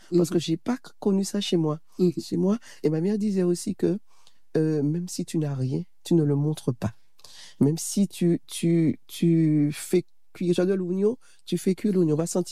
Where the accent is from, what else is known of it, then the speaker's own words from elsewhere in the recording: Fort-de-France, Martinique; je suis née à Fort-de-France, en Martinique. Je suis de parents martiniquais. J'ai grandi à Fort-de-France.